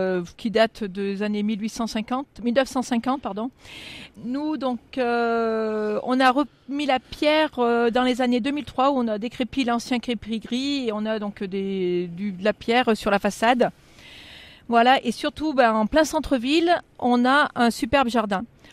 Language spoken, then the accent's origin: French; Noirétable, Auvergne-Rhône-Alpes, France; now in Tence, France; Non, on est du Forêt tous les deux, donc moi de Noirétable et mon mari de Sauvin.